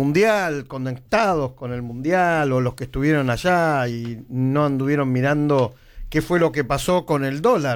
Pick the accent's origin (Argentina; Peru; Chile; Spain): Argentina; Rosario, Santa Fe; somos rosarinos, no somos santafesinos.